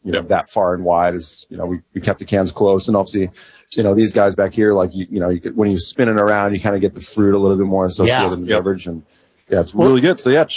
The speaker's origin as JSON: {"language": "English", "region": "Massachusetts", "country": "United States", "tie": "born or raised there", "said": "For us, it was so in the Northeast. I grew up in Massachusetts."}